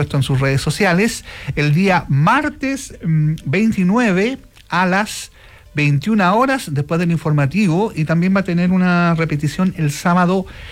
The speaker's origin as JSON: {"language": "Spanish", "country": "Chile", "said": "a propósito del país que construimos todos juntos como chilenos"}